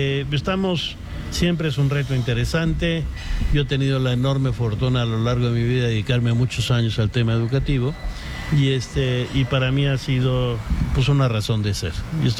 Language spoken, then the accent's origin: Spanish; Mexico City, Mexico; born there; now in Guanajuato, Mexico; nací en la Ciudad de México.